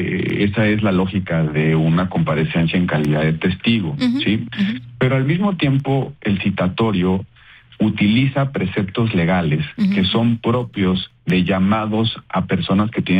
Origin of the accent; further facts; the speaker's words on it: Mexico; Yo, como mexicano